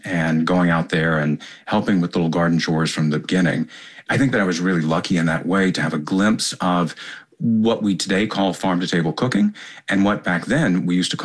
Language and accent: English; Tennessee, United States; I come from East Tennessee farmers on my dad's side and Smoky Mountain hillbillies on my mom's side.